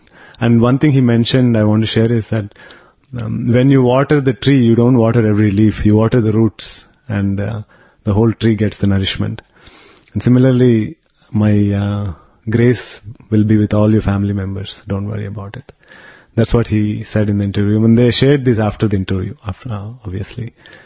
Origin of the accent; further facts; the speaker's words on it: Tirupati, Andhra Pradesh, India; he didn't know I am from Tirupati, or not that he didn't know I was a Telugu person